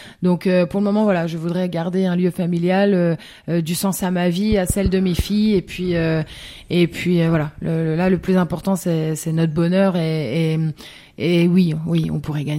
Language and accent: French; Grand Est, France; Alors non, parce qu'on est des Vosges, donc elles partent chez papy, mamie